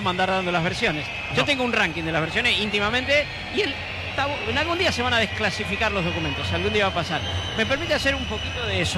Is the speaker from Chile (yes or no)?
no; San Isidro, Buenos Aires Province, Argentina; Soy de San Isidro, aparte de Puerto.